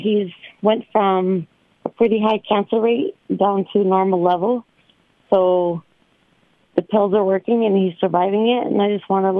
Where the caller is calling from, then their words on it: Nevada, United States; in Nevada.